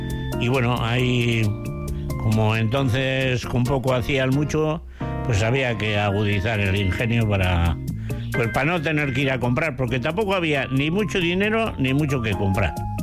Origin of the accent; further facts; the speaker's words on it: Amurrio, Basque Country, Spain; Yo nací en Amurrio, en un baserri